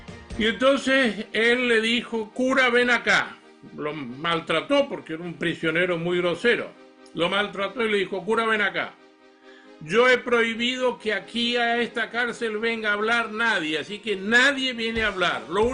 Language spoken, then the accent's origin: Spanish; Mendoza, Argentina; en Argentina, de donde yo soy, en Mendoza